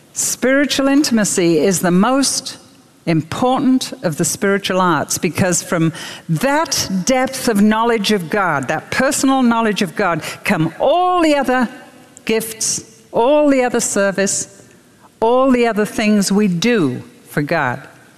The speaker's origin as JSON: {"language": "English", "country": "United Kingdom", "said": "I'm European. I'm British."}